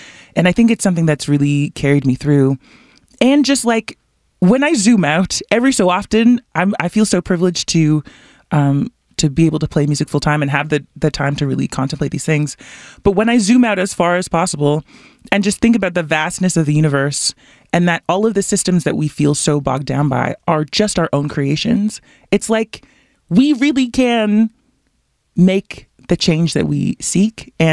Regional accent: Toronto, Ontario, Canada; And growing up in Toronto as a first-generation Canadian, being able to hear a reflection of those sounds was really comforting

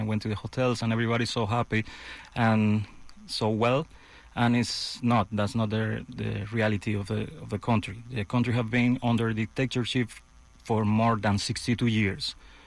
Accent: Sancti Spíritus, Cuba; now in Canada; Trova is a style of music that is from my hometown, Santi Spiritus.

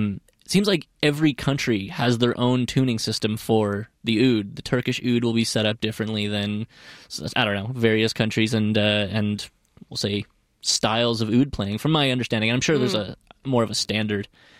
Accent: Qatar; also born or lived in St. Albert, Canada; We moved when I was about six to the Middle East, and I was in Qatar for about 10 years there.

